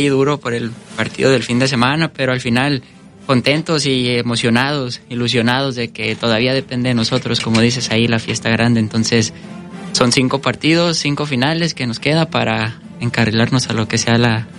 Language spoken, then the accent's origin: Spanish; Mazatlán, Sinaloa, Mexico; pues yo soy de Mazatlán, Sinaloa, entonces es un poco parecido el tema de la humedad, el calor